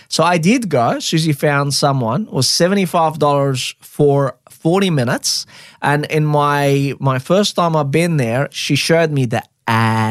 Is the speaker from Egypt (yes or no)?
yes; Egypt; first language Arabic; English is a second language; now in Australia; I grew up speaking Arabic in Egypt.